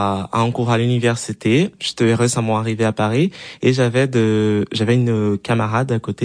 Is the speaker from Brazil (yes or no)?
yes; Brazil; Et à ce moment-là, je me suis dit, ok, c'est pour moi en tant que Brésilien, c'est un peu bizarre.